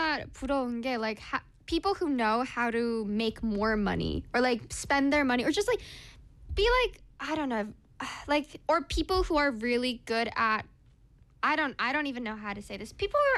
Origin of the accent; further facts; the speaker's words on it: South Korea; English is a second language; I was born in South Korea. 여기서 태어나서